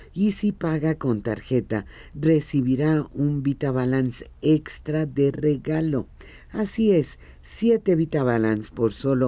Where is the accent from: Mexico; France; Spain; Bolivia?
Mexico; Yo ni de broma me gustaría ser argentina. No. Mira qué feliz siendo mexicana.